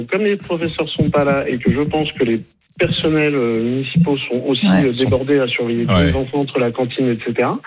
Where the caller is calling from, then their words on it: Orléans, Centre-Val de Loire, France; je suis d'Orléans